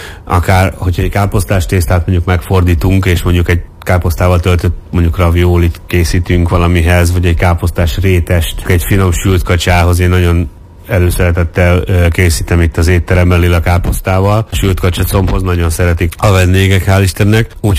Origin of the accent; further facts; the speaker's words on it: Hungary; mivel magyarok vagyunk